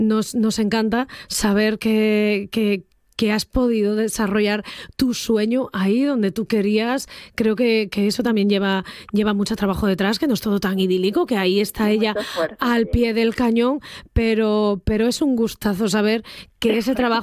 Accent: Asturias, Spain; esa es la magia de Asturias, que somos plurilingües.

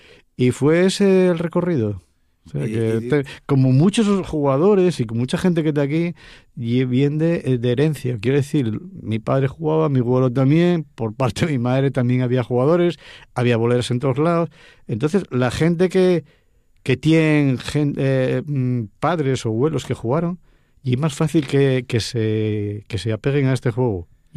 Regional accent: Villafría, Asturias, Spain; yo soy de Pravia, nací en un pueblo de Pravia, en Villafría, y en mi casa había chigre, y al lado del chigre estaba la bolera, claro.

